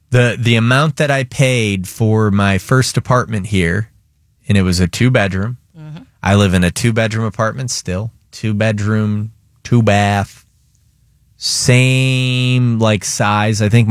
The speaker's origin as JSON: {"language": "English", "town": "Detroit", "region": "Michigan", "country": "United States", "tie": "born or raised there", "moved": "yes", "lives_now": "Tampa Bay, United States", "said": "I was raised in Detroit, Michigan. People there are very proud, yeah."}